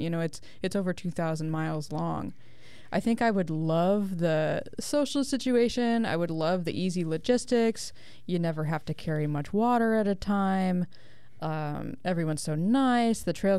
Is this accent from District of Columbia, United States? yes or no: no; Vancouver, Washington, United States; moved away as an adult; also born or lived in Bellingham, Washington; I grew up in Vancouver, Washington here, but I have spent my adult life in Bellingham, Washington.